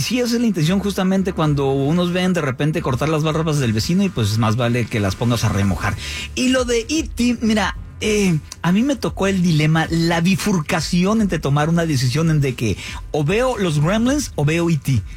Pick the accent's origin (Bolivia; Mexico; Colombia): Mexico; tenemos como mexicanos ya mucha desconfianza